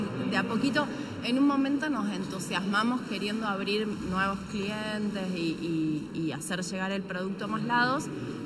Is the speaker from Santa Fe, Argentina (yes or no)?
no; Buenos Aires, Argentina; born there; moved away as an adult; now in northern Argentina; yo nací en Buenos Aires y me voy a vivir al norte a los 34.